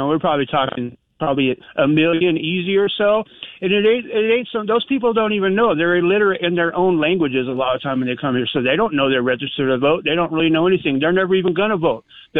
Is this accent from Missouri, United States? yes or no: no; California, United States; born there; moved away; I'm from California. You know, my bad for being born there.